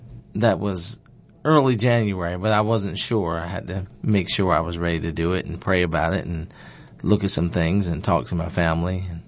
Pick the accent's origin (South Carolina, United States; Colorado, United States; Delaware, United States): Delaware, United States; Lewes; I'm a Sussex County native, born and raised in Lewis, Delaware.